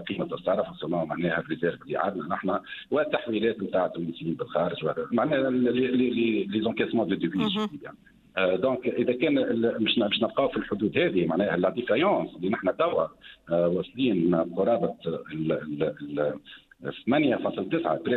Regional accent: Tunisia

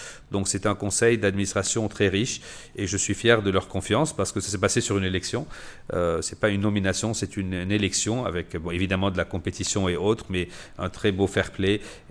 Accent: Lebanon; en tant que Libanais, il faut maintenir nos trois langues, qui sont notre diversité, mais en même temps notre ouverture au monde.

